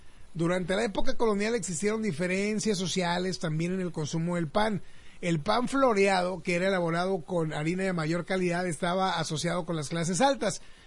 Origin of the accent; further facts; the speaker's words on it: Mexico